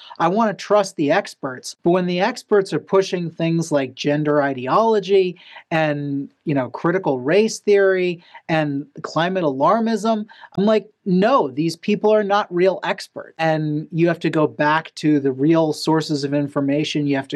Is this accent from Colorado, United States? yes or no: yes; Golden, Colorado, United States; also born or lived in Boulder, Colorado; I was born in the People's Republic of Boulder, but revolted into orthodoxy in early youth and grew up in Golden.